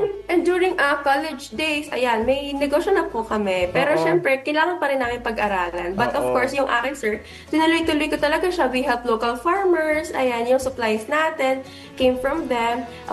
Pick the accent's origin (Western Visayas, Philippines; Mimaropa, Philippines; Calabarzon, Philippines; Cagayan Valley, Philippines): Calabarzon, Philippines; Lucban; since I'm from Lukban, Quezon nga po, ayan. From Lukban, Quezon, meron po kami culture ng pamamahaw.